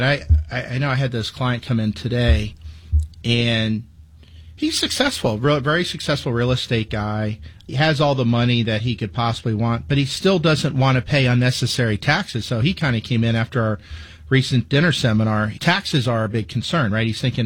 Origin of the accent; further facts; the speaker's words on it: Palm Beach Gardens, Florida, United States; I grew up in Palm Beach Gardens, Florida.